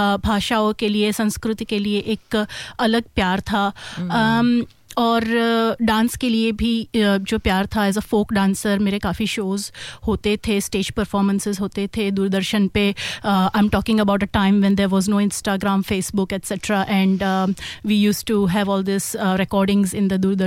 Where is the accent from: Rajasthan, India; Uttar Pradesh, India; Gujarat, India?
Gujarat, India; first language Gujarati; Hindi is a second language; गुजराती क्योंकि वो मेरी मातृभाषा है.